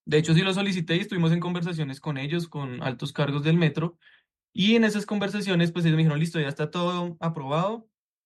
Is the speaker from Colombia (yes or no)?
yes; Colombia; los colombianos hemos sido pioneros en literatura y en un montón de cosas